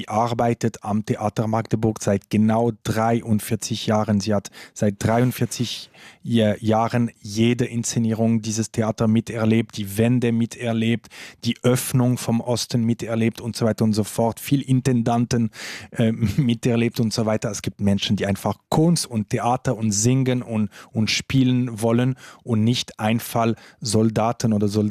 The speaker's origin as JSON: {"language": "German", "region": "Romandy", "country": "Switzerland", "first_language": "fr", "second_language": "German", "said": "als Schweizer und vielleicht noch sogar als Westschweizer, also französischsprachige Schweizer"}